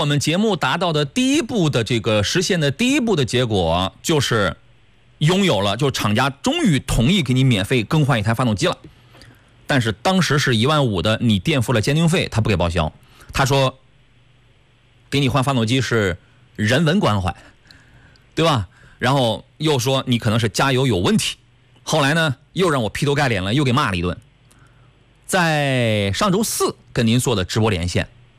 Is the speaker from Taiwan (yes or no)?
no; Shandong, China; 我们山东人也是这样的。